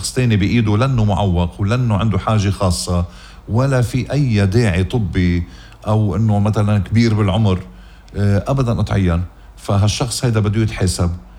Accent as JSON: {"language": "Arabic", "country": "Lebanon", "said": "بوطننا لبنان، نحن كلبنانية"}